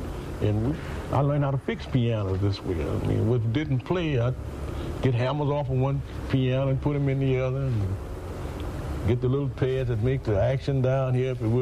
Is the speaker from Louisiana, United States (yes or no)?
yes; Bogalusa, Louisiana, United States; born there; I was born in Bugaloosa.